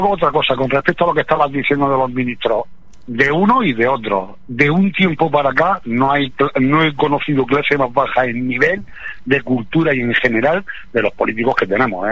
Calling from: Murcia, Region of Murcia, Spain; te llamo desde Murcia

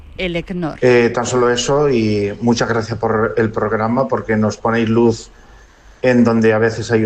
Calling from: Mislata, Valencian Community, Spain; llamo desde Mislata, en Valencia.

